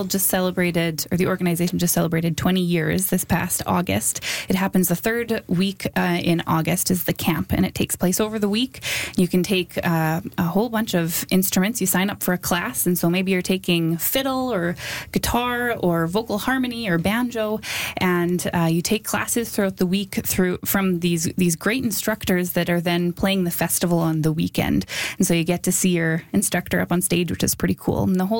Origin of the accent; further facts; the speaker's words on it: Regina, Saskatchewan, Canada; now in Saskatoon, Canada; Yeah, I'm originally from Regina, and so when I moved to Saskatoon